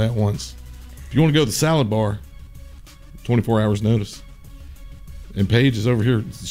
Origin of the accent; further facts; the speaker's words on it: United States; we're American